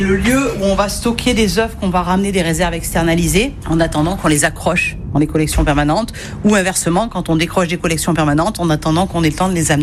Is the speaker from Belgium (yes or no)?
no; Valence, Auvergne-Rhône-Alpes, France; moi, je suis originaire de Valence, hein, donc je ne suis pas allée bien loin en fait.